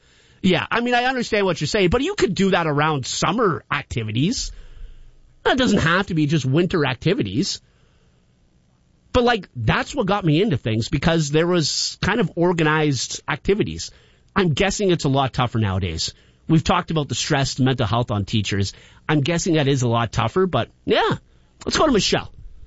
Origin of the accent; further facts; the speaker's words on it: Sudbury, Ontario, Canada; I had some advantages growing up in Sudbury, and the school that I grew up in before we moved down here, it was kind of like it was all bush behind us.